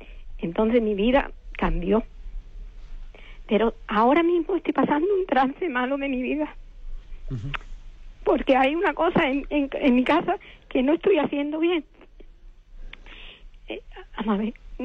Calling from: Málaga, Andalusia, Spain; de Málaga.

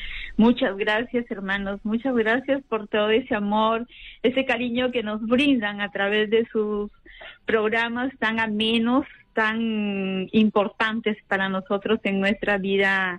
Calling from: Piura, Peru; Soy de Piura, para felicitar a nuestra mamita, la Virgen María

